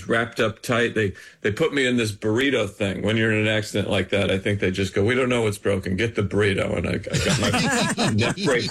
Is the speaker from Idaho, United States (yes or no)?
yes; Idaho, United States